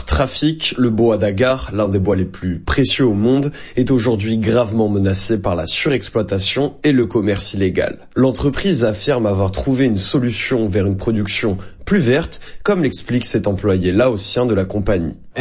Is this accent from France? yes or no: yes; France; Je suis français. Et vous?